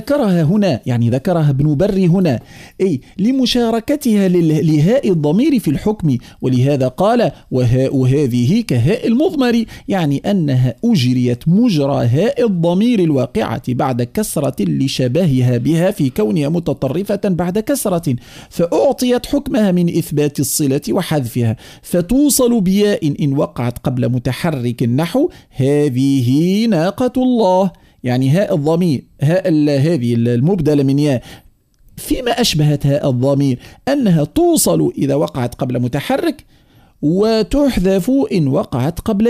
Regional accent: Tunisia; accent: Tunisian; ولهجتنا التونسية

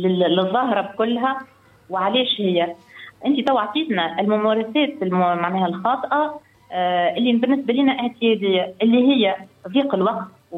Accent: Bizerte Governorate, Tunisia; عندنا في بنزرت

